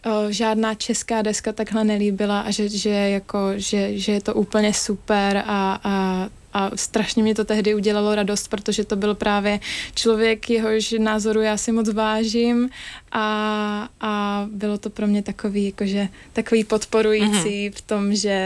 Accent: Prostějov, Olomouc Region, Czechia; když jsem měla kamarády ze svého rodného města z Prostějova. Tak my jsme se potom tak jako odstěhovali na ty vysoké školy do jiných měst a takhle.

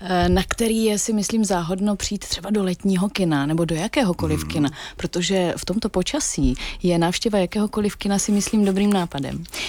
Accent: Uherské Hradiště, Zlín Region, Czechia; born there

